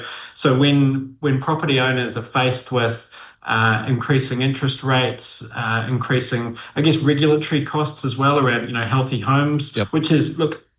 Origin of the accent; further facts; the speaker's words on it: New Zealand; it's property investment is sort of as Kiwi as an All Black eating a pavlova wearing jandals. You know, it's just what we do here, right?